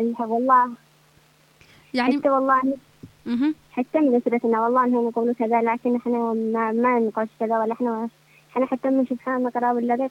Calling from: Al Khawkhah, Al Hudaydah, Yemen

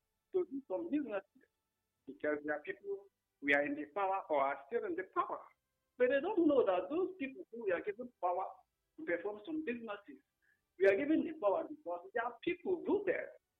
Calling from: Ogbunike, Anambra, Nigeria; I'm reaching you from Ogbonike.

